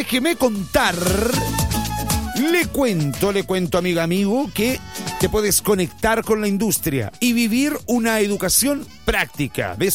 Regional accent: Chile; Somos chilenos. Nosotros somos chilenos. Aplaudimos las películas en el cine.

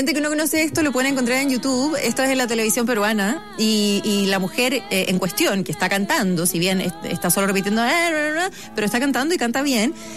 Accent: Calera de Tango, Santiago Metropolitan Region, Chile; mi querida comuna, nacida y criada en Calera de Tango.

